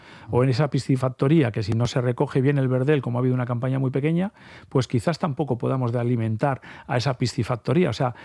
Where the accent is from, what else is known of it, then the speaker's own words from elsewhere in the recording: Bilbao, Basque Country, Spain; Yo soy bilbaíno 100%